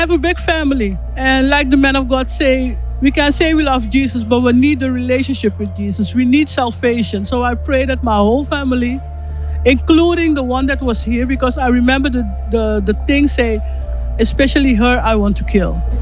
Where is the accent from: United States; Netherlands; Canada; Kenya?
Netherlands; I'm from the Netherlands.